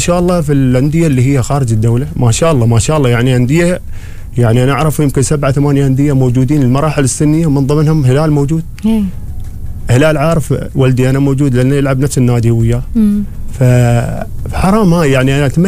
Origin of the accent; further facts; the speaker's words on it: Oman; عندنا في عمان